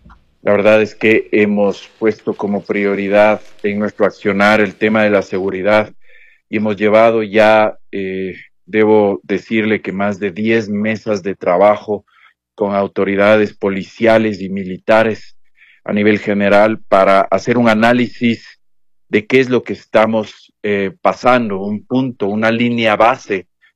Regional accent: Ambato, Tungurahua, Ecuador

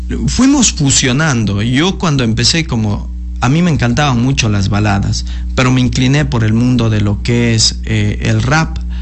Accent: General Leonidas Plaza Gutiérrez, Morona Santiago, Ecuador; moved away as an adult; also born or lived in Playas, Guayas / Quito; now in Macas, Ecuador; yo soy de Limón Indanza, sí. Vivo ya acá en Macas como casi 9 años ya.

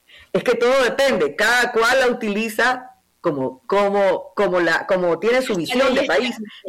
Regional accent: Ecuador

